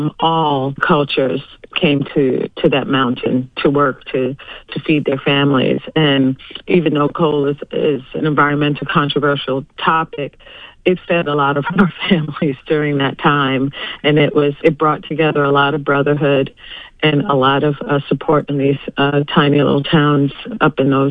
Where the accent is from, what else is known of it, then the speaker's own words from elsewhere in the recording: Harlan, Kentucky, United States; now in New York City, United States; being raised in Kentucky myself and with my whole family from there since the beginning of time.